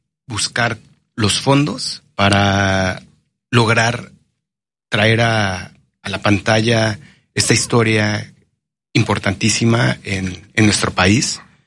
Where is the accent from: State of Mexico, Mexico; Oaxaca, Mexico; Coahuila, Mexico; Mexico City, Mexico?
Mexico City, Mexico; Yo no soy de Veracruz, soy de la Ciudad de México